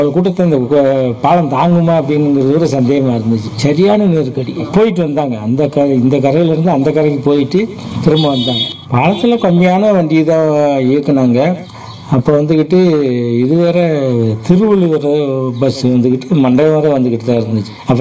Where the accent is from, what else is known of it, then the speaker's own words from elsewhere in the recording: Kilakarai, Tamil Nadu, India; வளர்ந்ததெல்லாம் கீழக்கரையில் வளர்ந்தேன்.